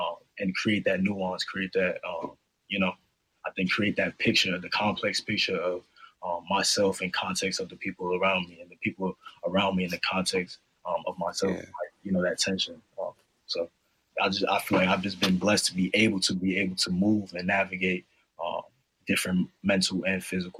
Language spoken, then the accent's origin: English; New York, United States; born or raised there